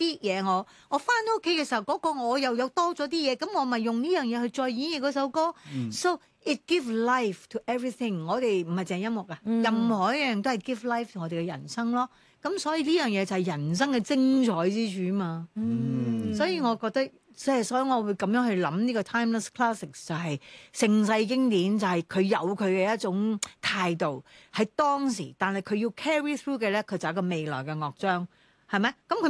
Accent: Hong Kong; 我哋身为香港人系咪应该要介绍下？

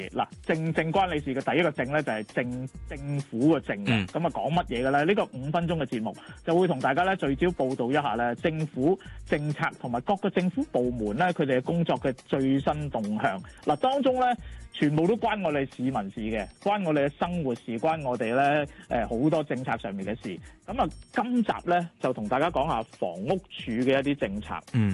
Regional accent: Hong Kong; 跨境婚姻咧係我哋香港人結婚嘅主流嚟喎

